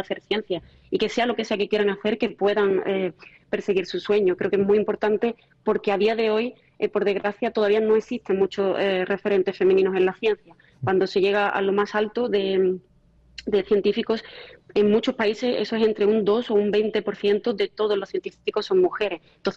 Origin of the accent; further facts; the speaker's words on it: Grazalema, Andalusia, Spain; Al final vengo de Grazalema, ¿no?, y estamos en un entorno privilegiado, rodeado de naturaleza.